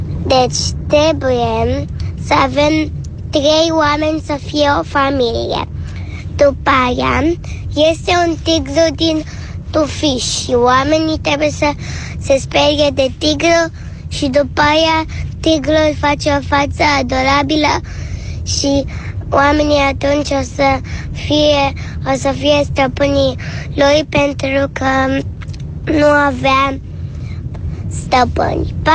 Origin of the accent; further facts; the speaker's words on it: Bucharest, Romania; din București și am 5 ani